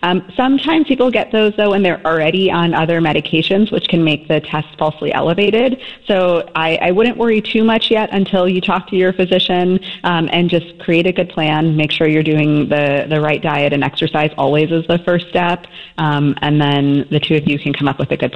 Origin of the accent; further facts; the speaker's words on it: Chicago, Illinois, United States; I'm not. Don't worry. I grew up in Chicago.